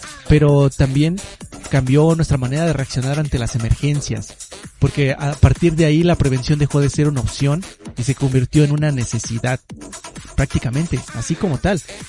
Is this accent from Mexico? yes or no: yes; Mexico; pues como mexicanos solemos responder unidos